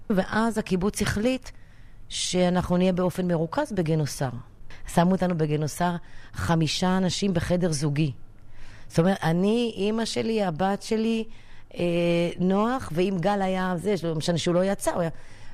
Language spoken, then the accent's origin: Hebrew; Yiftah, Northern District, Israel; born there; בכיתה ב' אני פה, גדלתי פה בתור ילדה